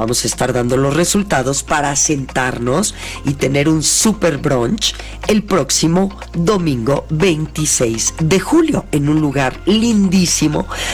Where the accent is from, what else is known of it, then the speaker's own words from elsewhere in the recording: Mexico; como mexicanos tenemos que sentirnos felices y orgullosos de ser mexicanos.